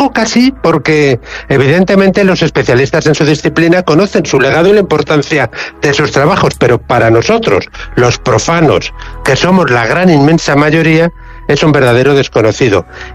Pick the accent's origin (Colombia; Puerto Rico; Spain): Spain; somos españoles y los españoles tratamos así a nuestros próceres